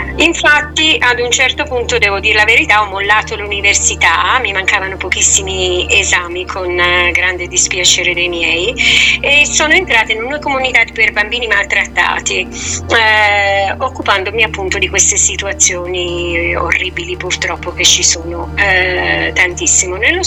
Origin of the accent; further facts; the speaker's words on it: Milan, Lombardy, Italy; moved away as an adult; now in Province of Caserta, Italy; io sono di Milano, mi sono sposata con un uomo del sud della provincia di Caserta, mi sono trasferita qui, ho fatto appunto 3 figli con lui